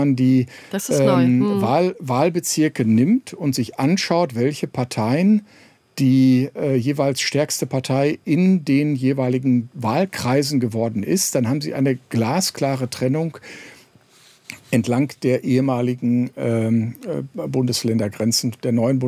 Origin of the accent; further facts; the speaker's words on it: North Rhine-Westphalia, Germany; ich komme aus Nordrhein-Westfalen.